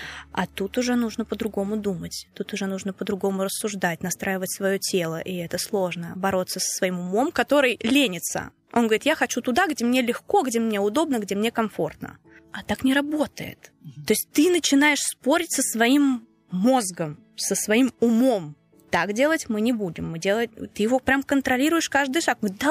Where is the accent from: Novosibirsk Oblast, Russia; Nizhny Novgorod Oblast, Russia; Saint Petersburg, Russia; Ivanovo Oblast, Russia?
Nizhny Novgorod Oblast, Russia; Nizhny Novgorod; Естественно, что я нижегородка, я никуда уезжать в другой город не хочу. Мне здесь комфортно, мне здесь хорошо, у меня здесь, ну, вся жизнь здесь вся моя.